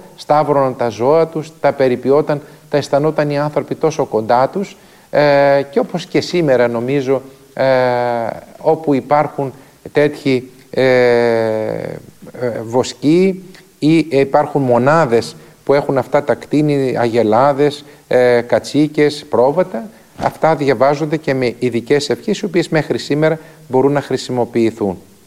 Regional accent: Soufli, Eastern Macedonia and Thrace, Greece; ενθυμούμε και στην πατρίδα μου τη Θράκη και στον Εύρο, στο Σουφλί που είχαν όλα αυτά τα μεταξωτά

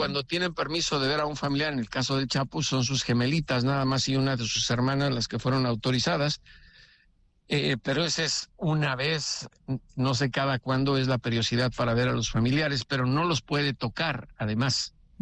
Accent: Mexico; así somos los mexicanos y creo que ya es tiempo de que recapacitemos

